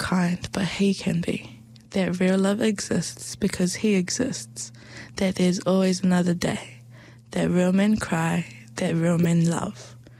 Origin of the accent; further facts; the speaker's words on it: Auckland, New Zealand; now in Australia; I was born and raised in Auckland, and then I moved over to Australia. We moved around in Auckland quite a bit, mainly South Auckland, so Mangere, Manerewa, quite South Auckland. And then we moved over to Australia in 2015